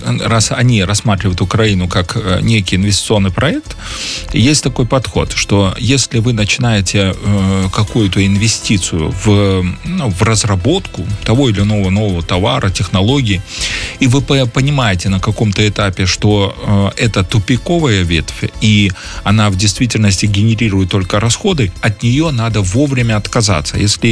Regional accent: Belarus; Мы, белорусы, в рамках союзного государства всегда поддерживаем, развиваем отношения и всегда рядом.

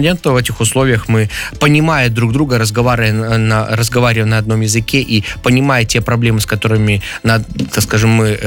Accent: Belarus; чтобы мы, белорусы, жили на своей земле по своим законам

